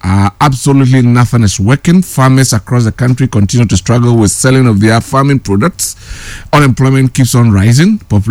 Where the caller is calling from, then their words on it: Bantama, Ashanti, Ghana; from Bantama in the Senate West District.